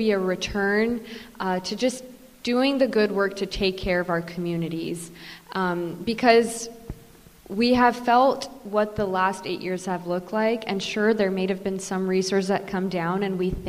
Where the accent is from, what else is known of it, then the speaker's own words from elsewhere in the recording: Central Valley, California, United States; And this is where I've been born and raised, and this is the district that raised me, and I want to give that same energy back to it, because the hardest working people I know are right here in the Southern Central Valley.